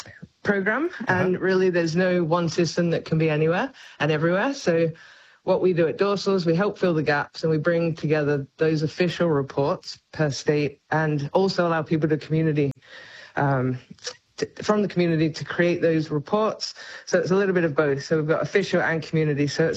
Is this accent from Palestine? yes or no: no; Western Australia, Australia; I grew up in Western Australia, so definitely that's where I've seen the most sharks.